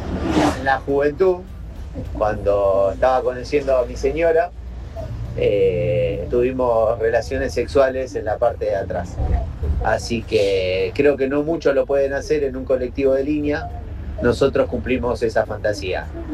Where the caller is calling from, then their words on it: Florencio Varela, Buenos Aires Province, Argentina; de Varela